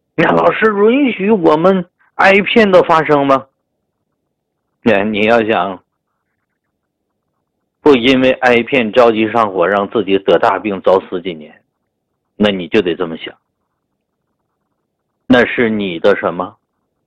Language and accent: Chinese; China; 所以我们中国人记自己的生辰